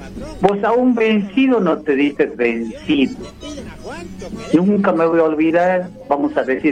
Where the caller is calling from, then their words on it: Lomas de Zamora, Buenos Aires Province, Argentina; de Loma de Zamora.